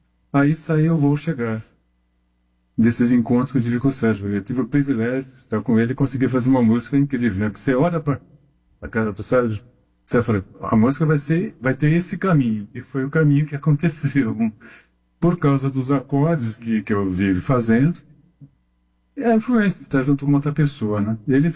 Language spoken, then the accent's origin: Portuguese; Bauru, São Paulo, Brazil; Quando era moleque, lá em Bauru, o sonho da gente era ir Palavra da Vida, ser equipante Palavra da Vida e cantar